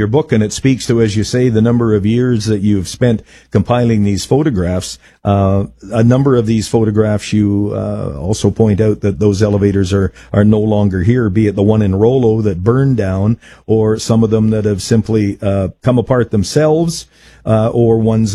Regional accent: Manitoba, Canada; I know I can relate myself to a town near my hometown in southwest Manitoba. They recently took down the one remaining elevator there.

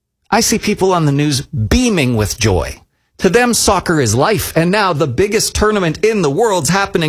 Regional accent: Saskatchewan, Canada; We're from Saskatchewan.

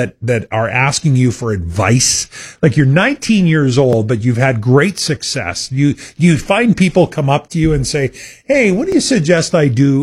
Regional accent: Abernethy, Saskatchewan, Canada; my hometown is Abernethy, Saskatchewan, the home of Len Thompson Fishing.

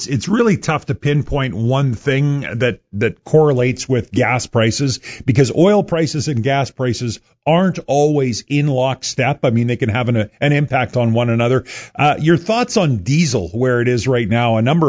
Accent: Canada; But I feel like we have not, as a Canadian society, paid as close attention to gas and oil prices as we are right now.

